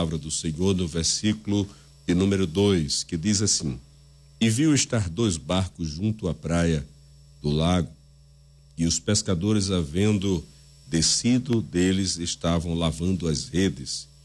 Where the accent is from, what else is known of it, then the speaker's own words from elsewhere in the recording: Macau, Rio Grande do Norte, Brazil; Eu sou natural de uma cidade onde havia ou onde há pescadores. Eu sou da cidade de Macau